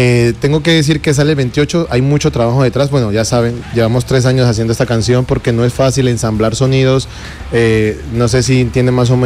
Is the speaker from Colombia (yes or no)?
yes; Colombia; accent: Colombian; now in Spain; Mi país lo llevo siempre, por eso no hablo como español, porque creo que la esencia la llevo tan arraigada en el corazón que es imposible que me quiten este acento.